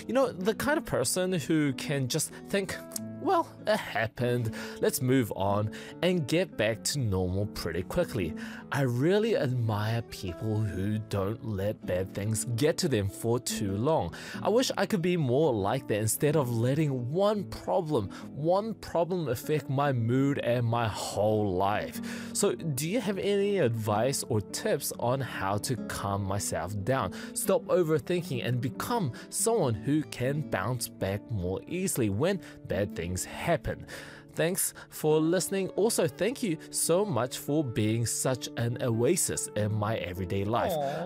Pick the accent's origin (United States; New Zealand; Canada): New Zealand; I'm Kiwi as well.